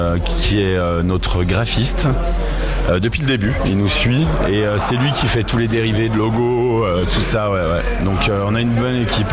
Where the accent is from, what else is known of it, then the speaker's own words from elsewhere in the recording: Montagny, France; Donc moi j'habite sur la commune, j'ai grandi en fait à Montagny dans ce village